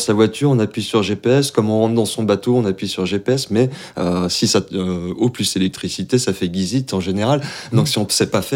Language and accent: French; Saint-Denis, Île-de-France, France; also born or lived in Calais; now in Brittany, France; je suis né dans la plus grande ville bretonne, la plus à l'est, c'est-à-dire Saint-Denis. Voilà, et mes parents sont ces deux familles d'origine bretonne qui se sont rencontrées là-bas, et moi je suis revenu à la source.